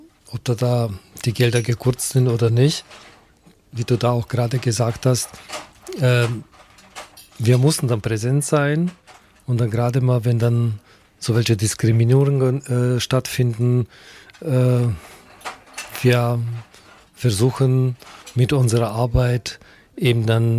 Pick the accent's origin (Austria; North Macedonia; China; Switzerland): North Macedonia; now in Germany; Noch in meiner Heimatstadt, in Mazedonien, in Ex-Jugoslawien, wir haben dann auch so welche Festivals gemacht.